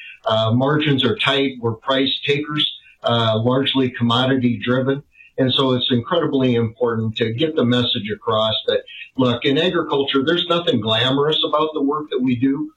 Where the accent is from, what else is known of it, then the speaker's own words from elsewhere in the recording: Nebraska, United States; also born or lived in North Carolina; I was born in Nebraska, raised on a diversified livestock and cropping operation, received my animal science degree from the University of Nebraska